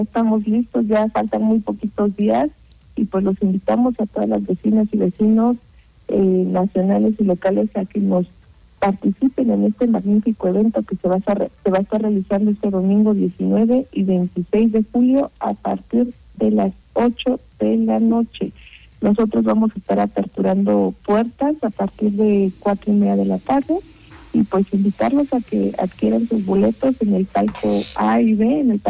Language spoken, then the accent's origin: Spanish; Oaxaca, Mexico; esa calidez que nosotros como oaxaqueños tenemos.